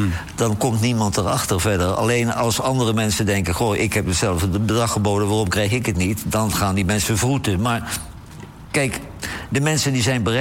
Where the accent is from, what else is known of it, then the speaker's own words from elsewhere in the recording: Heteren, Gelderland, Netherlands; ik kom uit die regio, want ik kom uit Heteren. Dat ligt er niet zo ver vandaan.